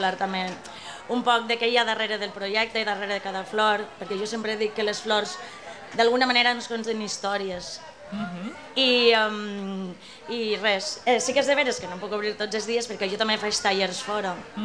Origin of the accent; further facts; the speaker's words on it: Oliva, Valencian Community, Spain; now in Pego, Spain; d'oliva, que és el meu poble, i el meu poble adoptiu, que és Pego, on estic super a gust